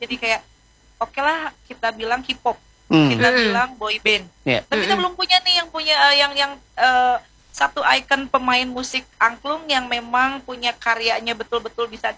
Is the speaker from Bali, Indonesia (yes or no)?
no; West Java, Indonesia